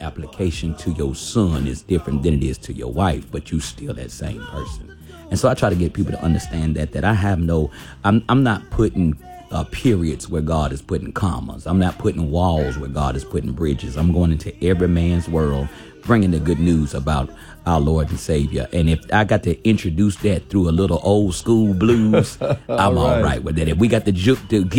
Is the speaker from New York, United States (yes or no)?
no; Virginia, United States; I'm from Virginia. I'm down here so much, people think I'm from here, but I'm 14 hours away from home.